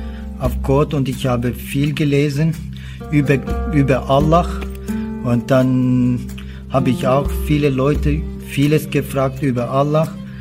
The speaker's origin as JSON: {"language": "German", "country": "Turkey", "tie": "born or raised there"}